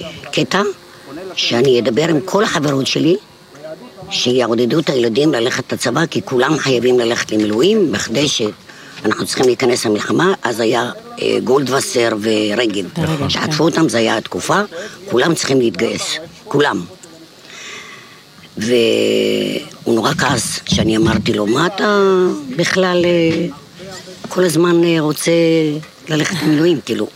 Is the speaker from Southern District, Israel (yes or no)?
no; Herzliya, Tel Aviv District, Israel